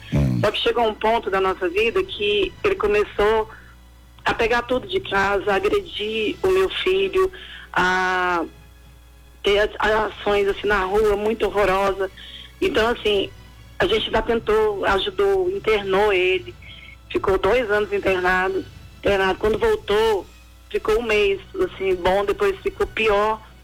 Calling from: Goiânia, Goiás, Brazil; De Goiânia.

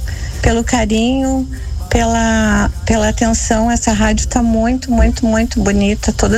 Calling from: Torres, Rio Grande do Sul, Brazil; eu sou daqui de Torres, da Praia Real.

